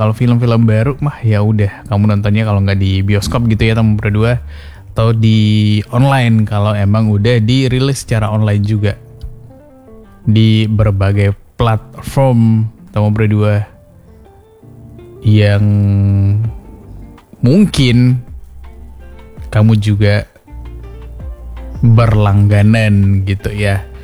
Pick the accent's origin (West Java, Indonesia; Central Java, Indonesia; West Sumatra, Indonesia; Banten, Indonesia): West Sumatra, Indonesia; kita sebagai warga Sumatera Barat